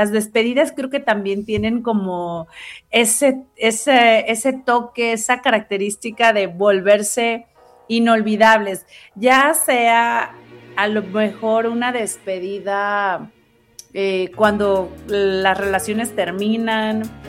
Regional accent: Alvarado, Veracruz, Mexico; yo tengo muy marcados esos recuerdos, por ejemplo, de cuando era chavita y a los 18 años me fui a estudiar de Alvarado al puerto de Veracruz.

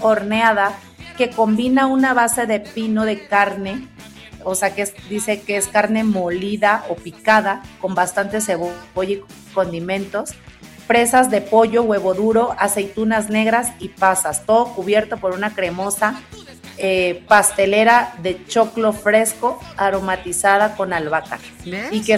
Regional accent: Mexico; Yo pienso, como mexicana, yo pienso en un pastel.

